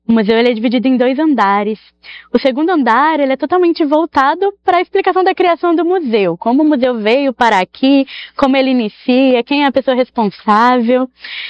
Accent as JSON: {"language": "Portuguese", "town": "Aparecida", "region": "São Paulo", "country": "Brazil", "tie": "born or raised there", "said": "Eu passei minha vida toda em Aparecida, então eu sempre estive envolvida nessa questão da fé"}